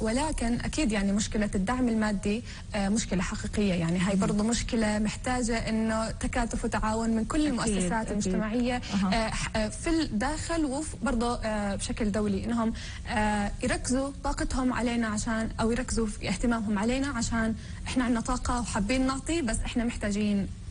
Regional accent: Palestine; إحنا كفلسطينيين

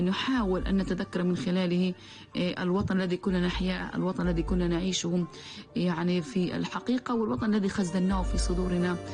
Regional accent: Palestine; يعني وكان المفتاح اصبح رمزا لمعاناتنا كفلسطينيين، يعني منذ النكبه الاولى عام 48 الى ام النكبات عام 2023.

